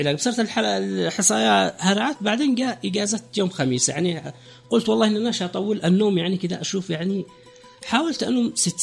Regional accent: Raymah, Yemen; انا من ريما

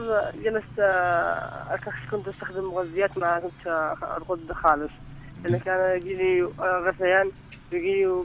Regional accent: Ibb, Yemen; now in Sanaa, Yemen; انا من اب.

